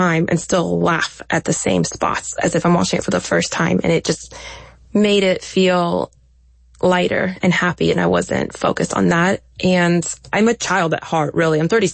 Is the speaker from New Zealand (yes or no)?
no; Ukraine; compete when my home country, where I was from, where I have dreams of still meeting my birth family and seeing with adult eyes where I come from, where I grew up